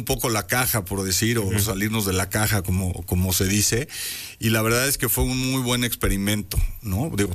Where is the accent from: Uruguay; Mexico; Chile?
Mexico